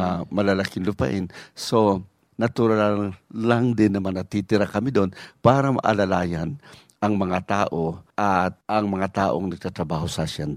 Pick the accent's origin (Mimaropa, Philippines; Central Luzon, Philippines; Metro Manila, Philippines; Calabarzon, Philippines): Mimaropa, Philippines; And then, pinanganak ako sa Marindoki. Tumira din naman kami doon ng mga 7 or 9 years dahil yung father ko nag-vice mayor at nag-mayor sa Buena Vista, Marinduque.